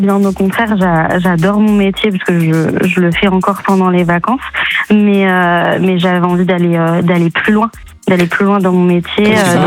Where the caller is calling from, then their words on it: France; Je suis à Jean-Béry.